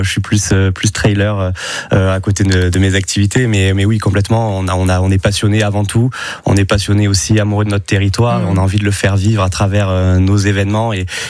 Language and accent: French; Bédoin, Provence-Alpes-Côte d'Azur, France; moi je suis originaire de Bédouin